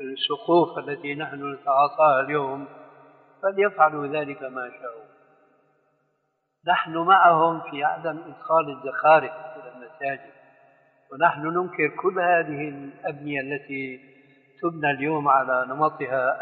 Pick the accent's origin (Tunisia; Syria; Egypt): Syria; كما كانوا يفعلون عندنا في سوريا من عهد القريب